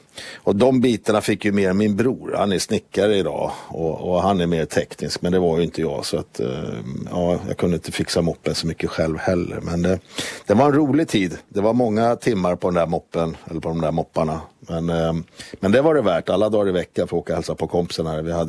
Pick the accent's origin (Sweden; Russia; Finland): Finland; Vad de inte visste däremot, det var att jag var finsk medborgare.